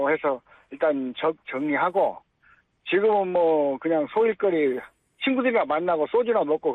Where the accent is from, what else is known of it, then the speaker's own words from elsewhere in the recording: Jeonju, North Jeolla, South Korea; 저는 이제 그 지방의 전주 출신인데요.